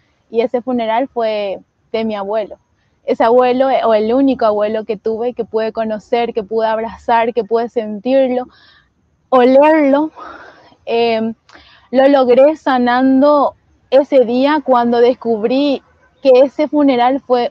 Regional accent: Chaco, Paraguay; del Chaco Paraguayo.

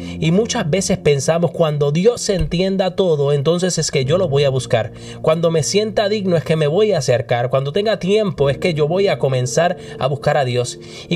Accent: Puerto Rico; now in Minnesota, United States; somos orgullosamente puertorriqueños, pero vivimos en el estado de Minnesota.

